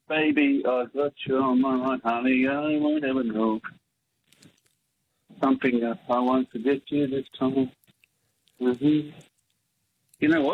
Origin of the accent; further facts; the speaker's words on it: Queensland, Australia; Well, I'm a Queenslander, and up here we play league, we don't kick footballs very well compared to the AFL.